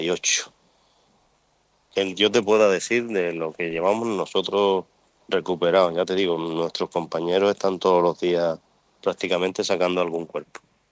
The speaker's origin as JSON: {"language": "Spanish", "region": "Canary Islands", "country": "Spain", "tie": "born or raised there", "lives_now": "Ceuta, Spain", "said": "Sí, nacido en Gran Canaria y, vamos, me crié en Lanzarote."}